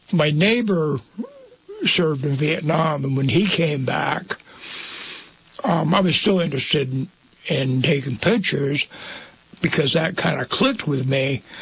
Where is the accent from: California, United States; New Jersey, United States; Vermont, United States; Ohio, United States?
Vermont, United States; Tunbridge; I'm originally from Tunbridge. I lived there until I was 5 years old. My grandmother had a house on the corner on the road, Spring Road, where they turned to go to the fairgrounds. And so I was brought up at Tunbridge Fair.